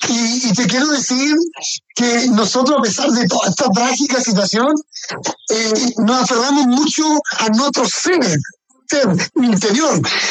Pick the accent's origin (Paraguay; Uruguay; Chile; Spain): Chile; Y nos reíamos de esa situación porque pasaban muchas cosas por la cabeza de nosotros como mineros chilenos.